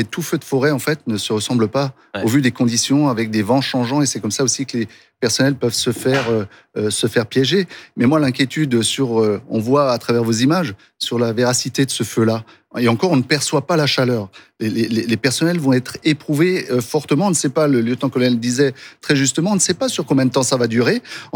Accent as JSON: {"language": "French", "region": "Grand Est", "country": "France", "said": "Mais je le vois, y compris dans l'est de la France, chez moi en Alsace, bien que ce soit dans le Sungo, dans le pays des trois frontières"}